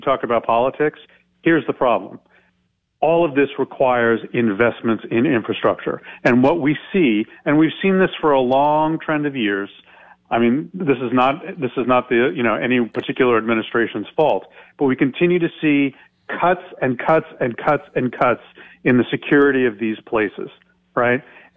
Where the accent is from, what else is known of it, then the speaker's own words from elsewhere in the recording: California, United States; I come from Northern California.